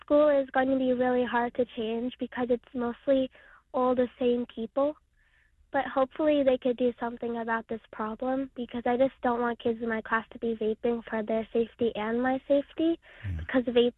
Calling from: Queens, New York, United States; I'm calling from Queens.

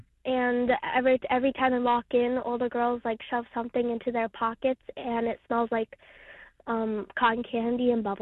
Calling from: Queens, New York, United States; I'm calling from Queens.

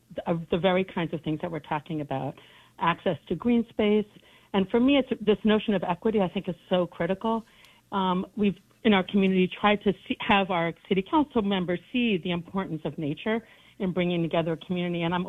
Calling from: Brooklyn, New York, United States; Actually, I'm calling from Bed-Stuy, Brooklyn

